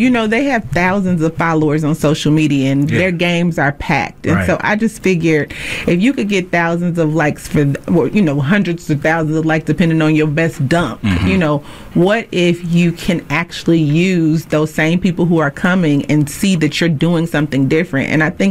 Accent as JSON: {"language": "English", "town": "Chicago", "region": "Illinois", "country": "United States", "said": "I'm from Chicago."}